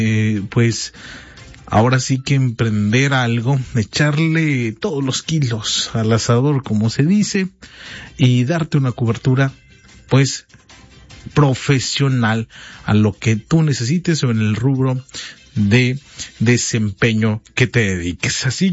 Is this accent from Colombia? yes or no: no; Mexico; a pocas horas de vivir una gran festividad como mexicanos.